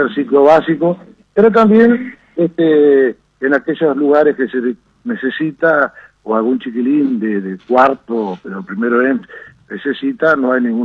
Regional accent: Salto, Uruguay; yo soy de Salto

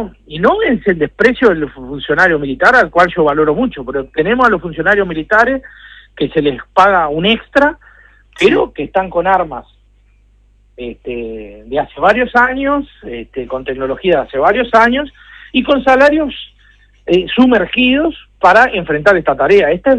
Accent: Tacuarembó, Uruguay; Yo soy de Tacuarembó, vivo cerca de la frontera con el Brasil, a 100 kilómetros

